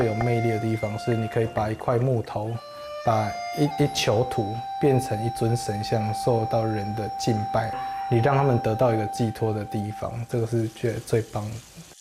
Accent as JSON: {"language": "Chinese", "town": "Lukang", "region": "Changhua County", "country": "Taiwan", "tie": "born or raised there", "said": "其实很好险是生长在鹿港，因为从小在那个环境的熏陶，包括因为庙宇跟古迹很多"}